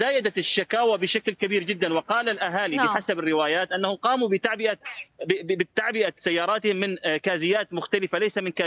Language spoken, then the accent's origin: Arabic; Deir ez-Zor, Deir ez-Zor Governorate, Syria; لكن المشكلة عندنا في دير الزور،